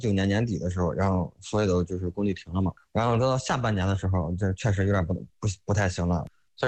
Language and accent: Chinese; Henan, China; moved away; 因为刚开始回河南